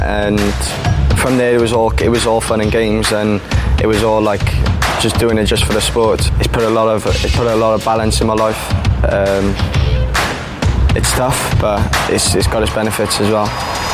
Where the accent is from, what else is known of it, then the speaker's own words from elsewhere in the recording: Cardiff, Wales, United Kingdom; I grew up in Llanidd in Cardiff, quite a rough place, but we got through it.